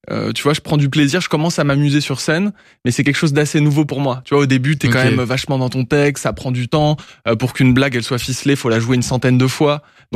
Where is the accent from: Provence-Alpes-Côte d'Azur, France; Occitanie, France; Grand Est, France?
Grand Est, France; moved away; moi, je viens de Lorraine à la base, d'un petit village.